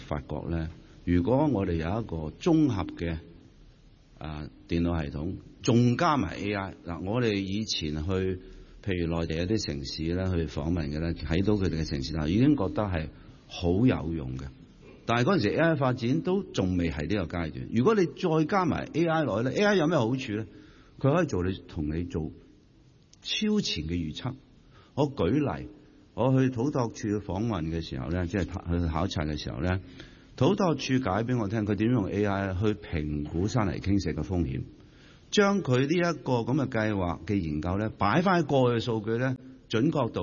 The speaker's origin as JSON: {"language": "Cantonese", "country": "Hong Kong", "said": "我們香港人和澳門亦都太過互相熟悉了"}